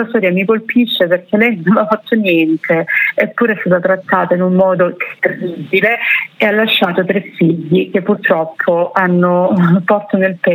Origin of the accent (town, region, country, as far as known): Cinquefrondi, Calabria, Italy